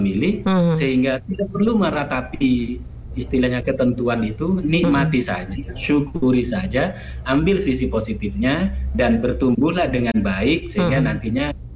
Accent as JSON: {"language": "Indonesian", "area": "Madura", "region": "East Java", "country": "Indonesia", "tie": "born there", "said": "ternyata Allah lahirkan di Madura."}